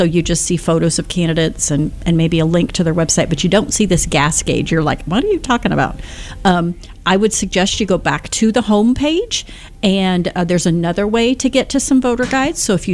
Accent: Missouri, United States; but I am from Missouri, and that is the Show Me State.

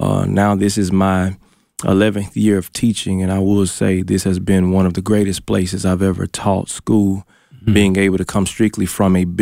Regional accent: Shannon, Mississippi, United States; Born and raised in Shannon, Mississippi, born to a very godly family, a godly mother, godly father, godly grandparents.

